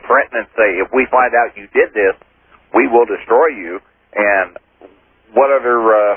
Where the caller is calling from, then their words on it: Kansas City, Missouri, United States; Kansas City.